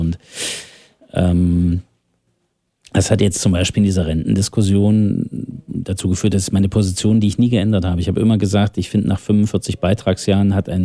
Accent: Thuringia, Germany; Mitmenschen aus Thüringen rausholen. So. Und das deutlich zu machen, was ist der richtige Weg für meine Heimat

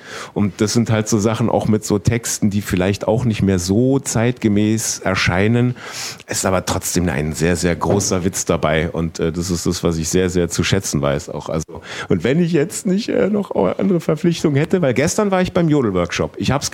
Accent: West Berlin, Berlin, Germany; dass ich bin in West-Berlin geboren worden und aufgewachsen. Und da wurde uns sozusagen der Heimatdialekt ausgetrieben.

